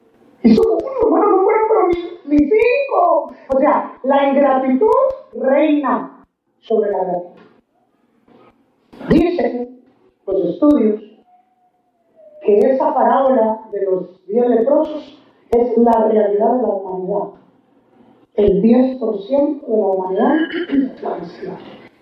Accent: Guatemala; Fíjense que en mi país, Guatemala, usted quiere comer algo, solo tiene que hacer esto

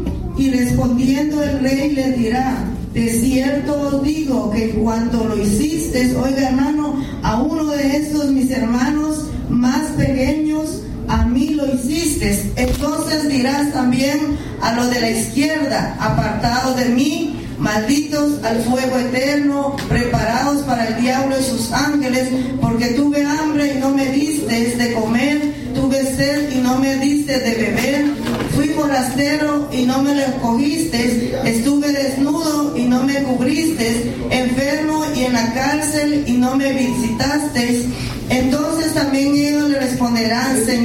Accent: Guatemala; Soy guatemalteca

